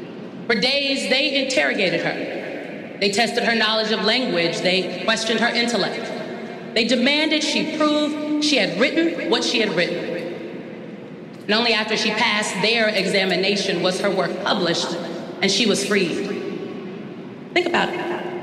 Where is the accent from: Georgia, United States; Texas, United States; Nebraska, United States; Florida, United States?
Nebraska, United States; Omaha; You see, I grew up in North Omaha, Nebraska.